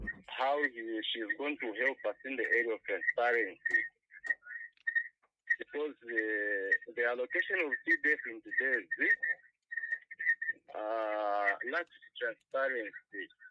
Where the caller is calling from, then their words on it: Solwezi, North-Western Province, Zambia; calling from Sorwezi